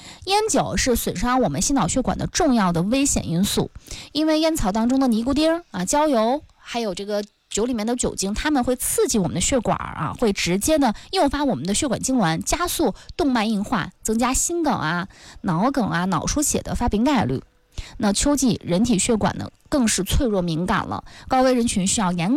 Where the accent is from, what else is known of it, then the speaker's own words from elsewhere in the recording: Northeast China, China; 像我们东北人呢是比较爱吃炖白菜呀、炖酸菜的